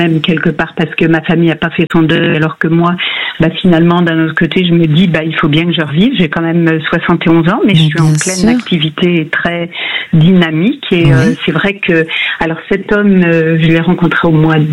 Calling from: Provence-Alpes-Côte d'Azur, France; Et je vous appelle … dans les Alpes-Maritimes.

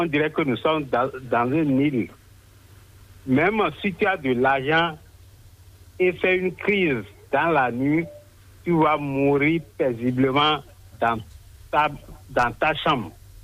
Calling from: Adjohoun, Ouémé, Benin; Je vous appelle d'Aguémilare, arrondissement d'Azoïfé, commune d'Adjoum.

